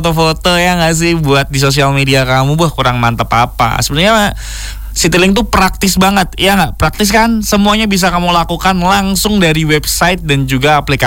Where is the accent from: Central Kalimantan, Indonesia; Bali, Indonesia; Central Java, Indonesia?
Central Java, Indonesia; Semarang; Kan kadang sebagai warga Semarang tuh kan juga capek kan, setiap hari tuh ngeliat city light mulu.